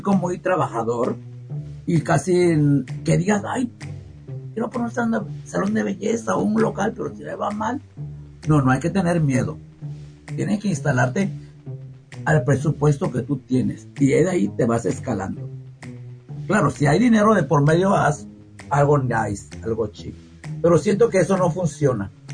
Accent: Marquelia, Guerrero, Mexico; now in Acapulco, Mexico; Soy de Costa Chica, de Markelia, Guerrero.

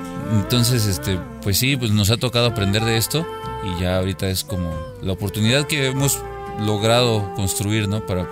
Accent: Querétaro, Mexico; now in Xalapa, Mexico; Nosotros somos queretanos

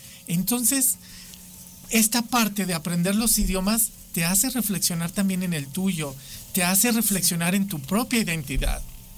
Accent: Mexico; yo, siendo mexicano, no estoy conociendo esto

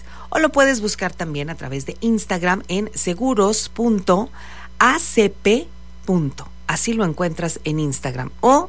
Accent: Monclova, Coahuila, Mexico; born there; Lo sé porque yo soy de Monclova. Yo nací en Monclova.

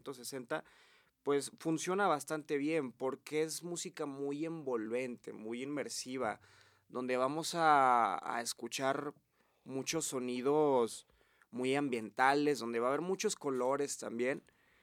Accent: Calera, Zacatecas, Mexico; now in Zacatecas, Mexico; yo soy oriundo de Calera, Zacatecas, pero bueno, vivimos aquí ya hace varios años

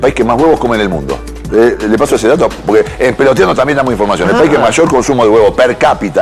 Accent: Argentina; born there; yo que nací en Argentina

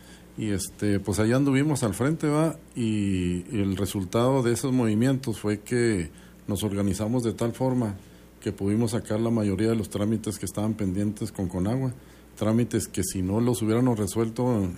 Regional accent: Estación Consuelo, Chihuahua, Mexico; born there; soy nacido en Estación Consuelo y radico actualmente en la carretera 47

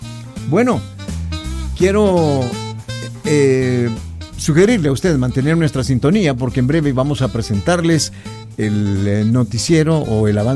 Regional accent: El Salvador

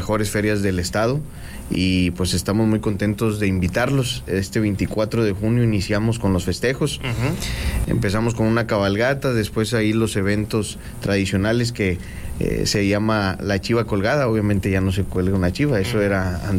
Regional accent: Salinas Victoria, Nuevo León, Mexico; todos los ciudadanos que somos de Salinas Victoria

